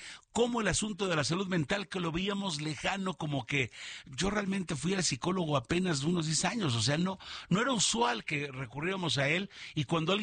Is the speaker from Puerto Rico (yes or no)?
no; Mexico; lo que nosotros opinamos los mexicanos